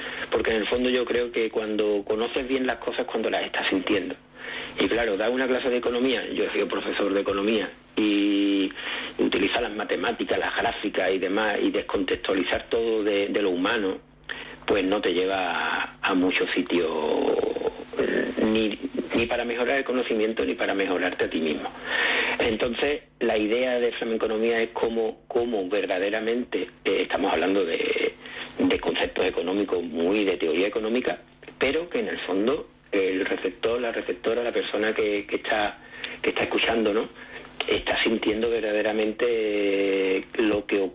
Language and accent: Spanish; Morón de la Frontera, Andalusia, Spain; en mi pueblo, en Morón de la Frontera